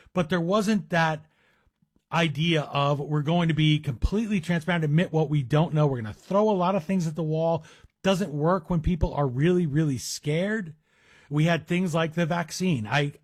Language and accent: English; Bergenfield, New Jersey, United States; also born or lived in Crestville; My hometown of Crestville, New Jersey, the second town I lived in. I grew up in Bergenfield first